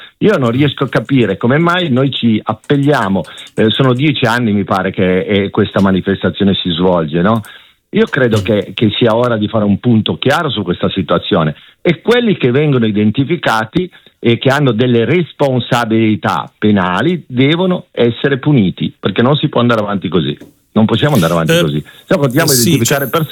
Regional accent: Piedmont, Italy; io poi sono piemontese

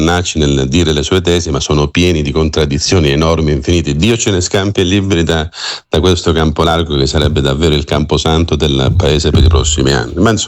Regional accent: Sicily, Italy; perché io sono siciliano, allora ho più diritti di uno nato in Val d'Aosta

